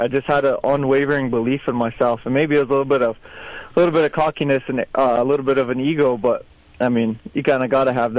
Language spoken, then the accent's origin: English; Kyle, South Dakota, United States; I grew up in Kyle, South Dakota, on the dead center of the Pioneer Reservation.